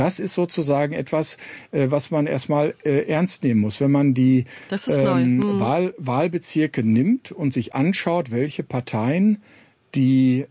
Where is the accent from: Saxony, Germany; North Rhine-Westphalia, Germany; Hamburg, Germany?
North Rhine-Westphalia, Germany; Ich meine, ich komme aus Nordrhein-Westfalen.